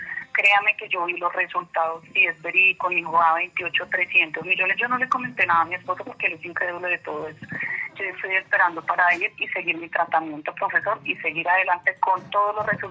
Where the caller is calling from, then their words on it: Bogotá, Colombia; yo lo llamo acá del barrio San Cristóbal Norte